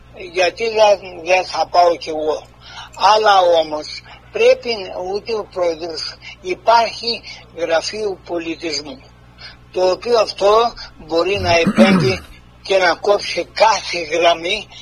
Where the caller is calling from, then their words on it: Thessaly, Greece; εγώ είμαι από τη Θεσσαλία